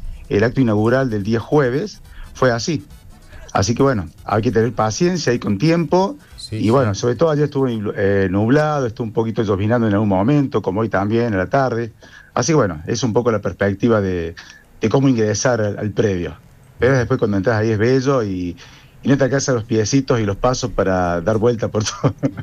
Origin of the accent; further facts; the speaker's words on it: Córdoba, Argentina; Yo de la ciudad de Córdoba